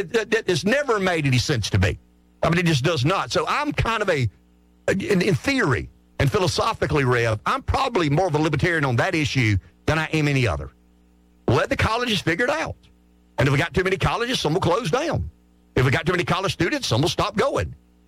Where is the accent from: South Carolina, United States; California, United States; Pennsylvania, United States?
South Carolina, United States; I am a lifer from South Carolina who doesn't like 50% of the students in South Carolina being from New Jersey, New York, Massachusetts.